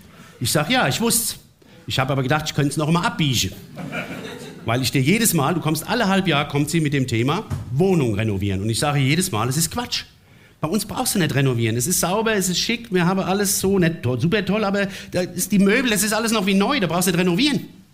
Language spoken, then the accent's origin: German; Offenbach, Hesse, Germany; Ich komme aus Offenbach. Wir haben Wasser in Offenbach, das ist für Wasserbette nicht gemacht.